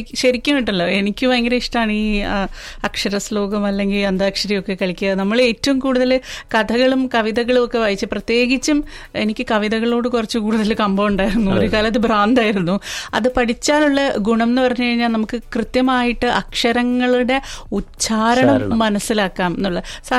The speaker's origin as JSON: {"language": "Malayalam", "town": "Thiruvananthapuram", "region": "Kerala", "country": "India", "said": "ഞാൻ തിരുവനന്തപുരത്തുകാരിയാണ്"}